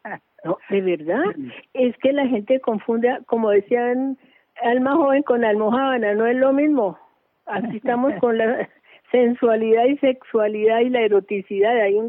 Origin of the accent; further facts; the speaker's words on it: Colombia; Yo soy 100% colombiana. Yo no me iría a vivir a ninguna otra parte.